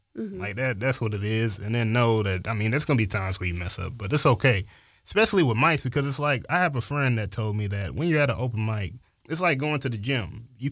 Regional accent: Huntsville, Alabama, United States; also born or lived in Detroit / Harvest; So, I was born, so my whole family lives in Detroit. So, I was born in Detroit, but around 2, my mom was like, nah, we gotta be somewhere better. So, she took me down to Harvest, and then I moved into Huntsville, and that's where I've been ever since.

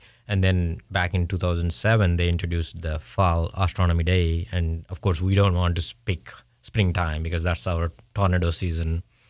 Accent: India; moved away; Growing up in India in dark nights without electricity and all that, we used to sleep outside and look at the stars

